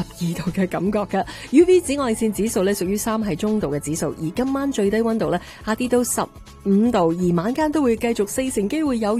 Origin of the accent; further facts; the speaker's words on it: Canada; 系啊，所以其实我哋加拿大人咧都唔可以只系被动地吓就话哦得啦